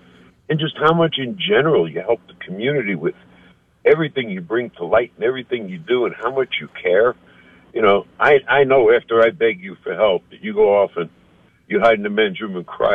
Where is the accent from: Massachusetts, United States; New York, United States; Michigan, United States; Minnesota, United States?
New York, United States; Brooklyn; moved away; I mean, I came here from New York. I grew up in Brooklyn.